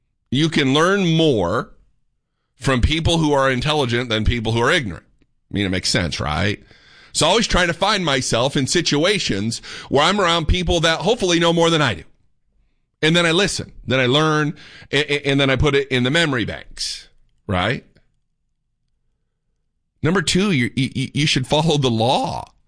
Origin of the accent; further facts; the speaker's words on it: Indiana, United States; So, Indiana, born and raised in Indiana, Northeast Indiana, weren't a lot of small craft breweries.